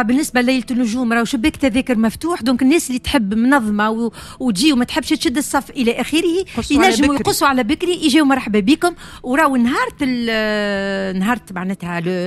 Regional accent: Tunisia

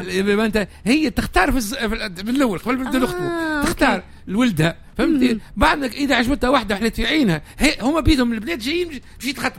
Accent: Tunisia; وإحنا عندنا في تونس

